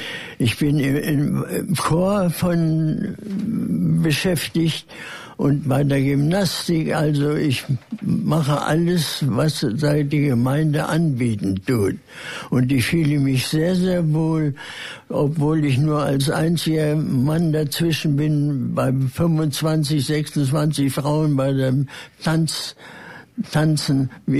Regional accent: Wrocław, Lower Silesian Voivodeship, Poland; moved away as an adult; now in Braunschweig, Germany; bin 97 Jahre alt. Bin nicht Braunschweiger, sondern ich bin als Flüchtling, als Schlesier, als Breslauer hierher gekommen, 1947

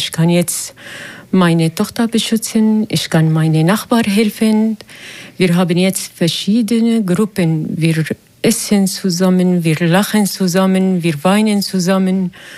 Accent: Syria; German is a second language; moved away; Ich komme aus Syrien

